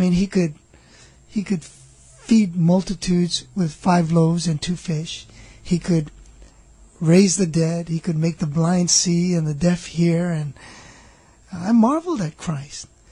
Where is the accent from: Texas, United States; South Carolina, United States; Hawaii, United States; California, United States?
Hawaii, United States; Maunalua; born or raised there